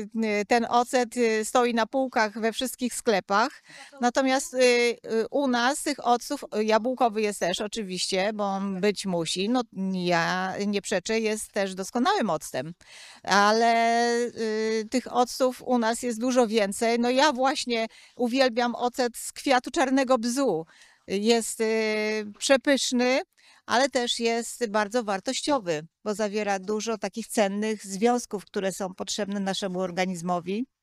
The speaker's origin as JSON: {"language": "Polish", "town": "Kościelec", "region": "Greater Poland Voivodeship", "country": "Poland"}